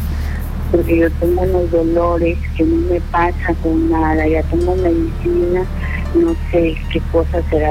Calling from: northern Peru, Peru; Del norte, de los órganos

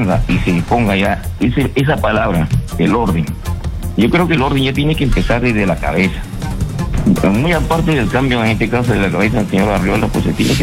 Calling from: Chosica, Lima, Peru; yo soy de Chosica, pero lo estoy llamando desde mi trabajo

